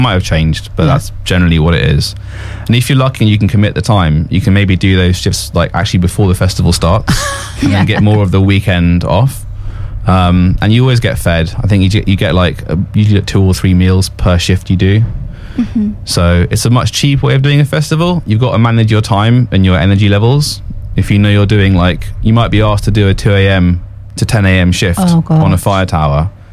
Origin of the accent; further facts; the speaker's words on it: London, United Kingdom; I used to listen to loads of pirate radio stations growing up in London